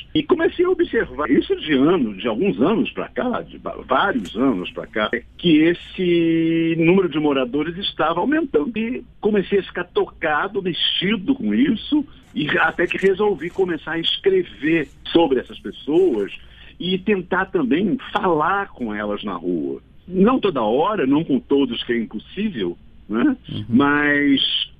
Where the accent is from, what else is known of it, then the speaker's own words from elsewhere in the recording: Rio de Janeiro, Brazil; moved away; eu sou carioca, eu nasci e me criei em Copacabana, e hoje mesmo, já há um bom tempo, eu tenho também um apartamento em Copacabana, então eu passo temporadas em Copacabana